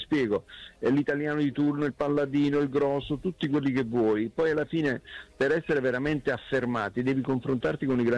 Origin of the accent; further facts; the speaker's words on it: Naples, Campania, Italy; io napoletano